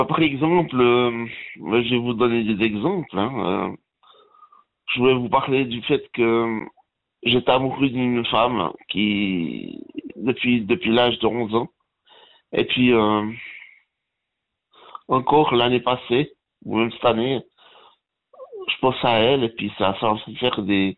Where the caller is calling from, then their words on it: La Chaux-de-Fonds, Neuchâtel, Switzerland; À Chaux-de-Fonds.